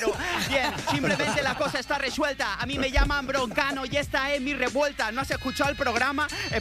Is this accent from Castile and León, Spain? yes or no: no; Alicante, Valencian Community, Spain; Yo soy alicantino, abstemio y fino.